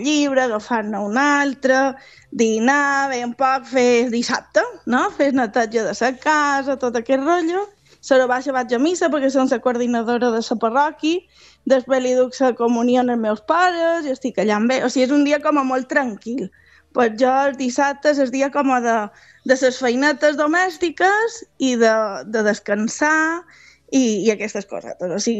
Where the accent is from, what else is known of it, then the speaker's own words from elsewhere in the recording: Magaluf, Balearic Islands, Spain; de Magaluf, jo som la banderada de Magaluf sempre per tot.